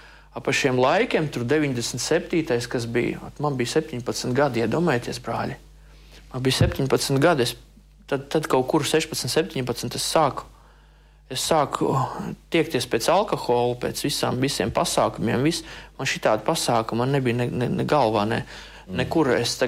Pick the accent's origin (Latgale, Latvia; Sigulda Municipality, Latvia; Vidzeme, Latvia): Vidzeme, Latvia; Ainaži; Ainežos, es esmu no Ainežiem.